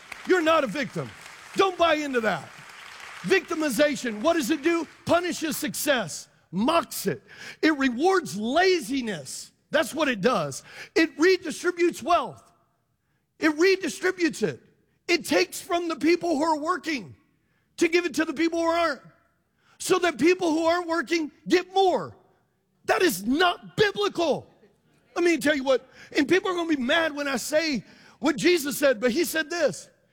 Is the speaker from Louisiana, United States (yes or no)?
yes; Louisiana, United States; I'm from Louisiana. We're 52 on 50 states on education, y'all.